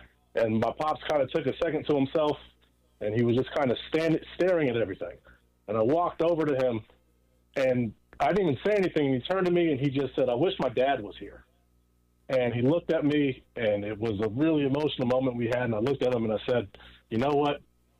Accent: San Francisco, California, United States; I'm from San Francisco, the Giants won the World Series in 2012.

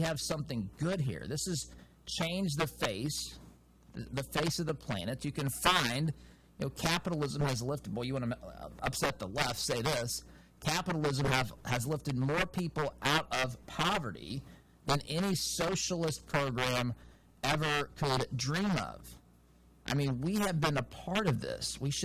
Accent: United States

